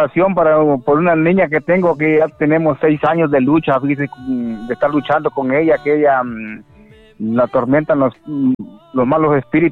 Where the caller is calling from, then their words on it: Marcala, La Paz, Honduras; La estoy llamando de aquí, Marcala, La Paz.